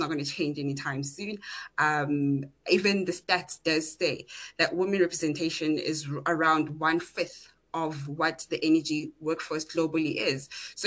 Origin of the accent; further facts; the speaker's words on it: South Africa; as much as I'm a South African